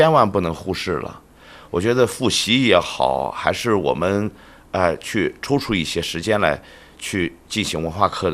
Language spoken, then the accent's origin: Chinese; Shandong, China; 因为我是山东人嘛，哎呀，山东高考特别内卷